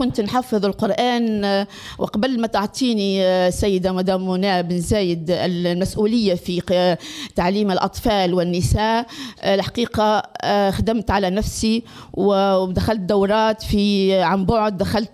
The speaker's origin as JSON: {"language": "Arabic", "town": "Jemna", "region": "Kebili Governorate", "country": "Tunisia", "moved": "as an adult", "lives_now": "Zaghouan Governorate, Tunisia", "said": "أنا من الجنوب، من ولاية قبلي، من منطقة جمنة تحديدا"}